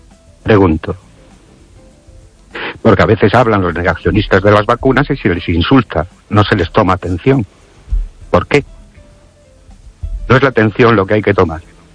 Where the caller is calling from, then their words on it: Ourense, Galicia, Spain; Buenas noches. Estéreo oyente … de Orense.